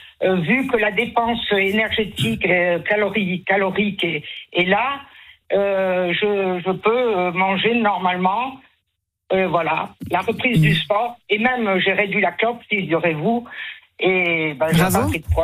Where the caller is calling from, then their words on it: Clapiers, Occitanie, France; Clapiers, au-dessus de Montpellier, au nord-est de Montpellier.